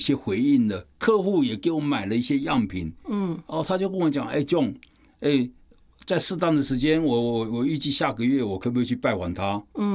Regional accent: China; 我们中国人常常讲的一句话，说“谋事在人，成事在天”嘛。

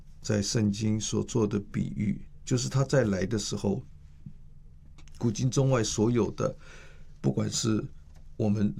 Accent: Taipei, Taiwan; 譬如说我是一个台北出生台北长大的小孩

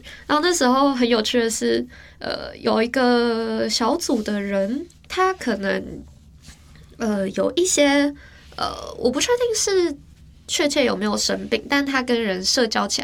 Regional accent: Taiwan; 然后还印了中文的，为了要给我们台湾人看。

